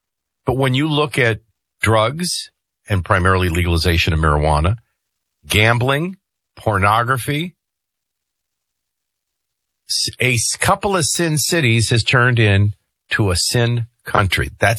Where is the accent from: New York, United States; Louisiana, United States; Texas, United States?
Louisiana, United States; New Orleans; born or raised there